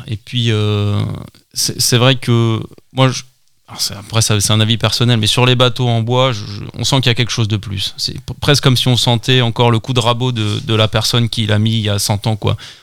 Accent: Geispolsheim, Grand Est, France; moved away as an adult; also born or lived in Strasbourg; now in Le Bono, France; j'ai grandi à Geispolsheim en Alsace, qui est jumelé avec Séné.

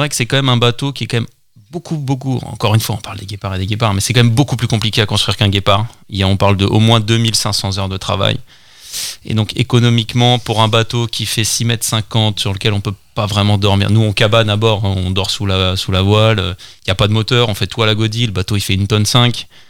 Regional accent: Geispolsheim, Grand Est, France; moved away as an adult; also born or lived in Strasbourg; now in Le Bono, France; j'ai grandi à Geispolsheim en Alsace, qui est jumelé avec Séné.

